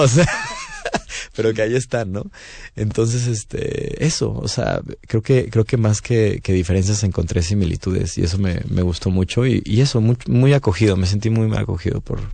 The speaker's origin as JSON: {"language": "Spanish", "country": "Mexico", "said": "¡Mexicano, ¿verdad? Y yo, mexicano, tengo el acento tan fuerte, ¿verdad?"}